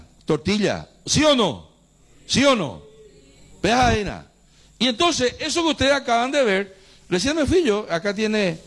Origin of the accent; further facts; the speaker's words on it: Paraguay; Entonces, esos somos los paraguayos.